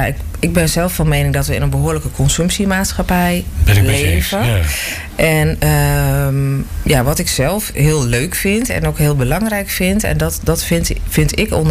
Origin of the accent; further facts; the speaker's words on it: Beilen, Drenthe, Netherlands; moved away as an adult; also born or lived in Amersfoort; now in Zuidwolde, Netherlands; Op een gegeven moment weer terug naar het noorden. Want ik kom zelf ook hier vandaan. Ik kom uit Bijlen